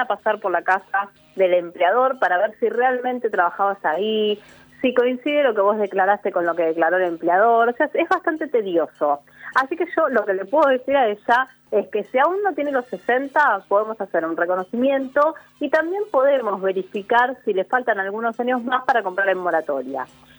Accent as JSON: {"language": "Spanish", "town": "Caseros", "region": "Buenos Aires Province", "country": "Argentina", "said": "Soy de Caseros yo también, así que vecino mío."}